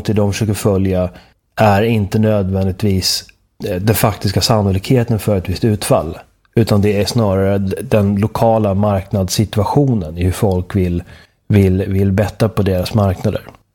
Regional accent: Sweden; jag ska inte säga att jag är likgiltig inför att jag kommer från Sverige.

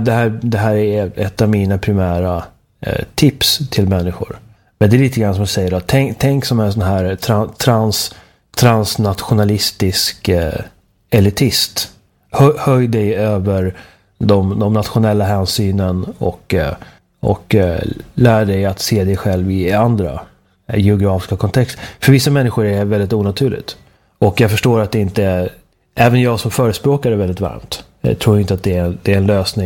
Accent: Sweden

